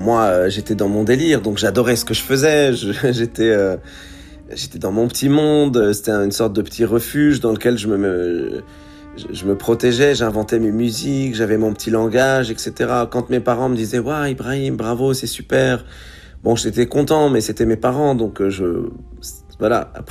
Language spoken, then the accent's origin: French; France; also born or lived in Lebanon; je suis un Français